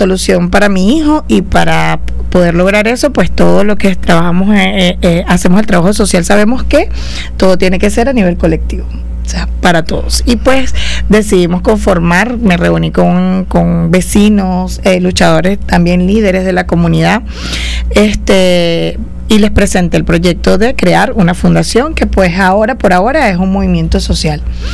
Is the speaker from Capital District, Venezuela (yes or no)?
no; Ocumare del Tuy, Miranda, Venezuela; nosotros somos de Ocumare del Tuy y pues allá las terapias pues son muy escasas